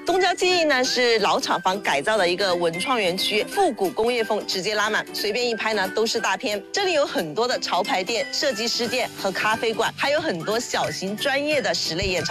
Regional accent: Sichuan, China

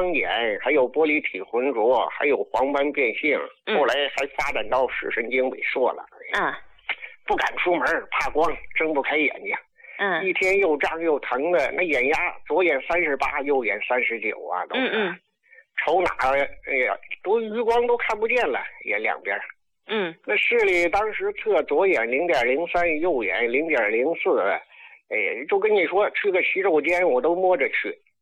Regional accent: Tianjin, China; 林老师，我是天津的老患者。

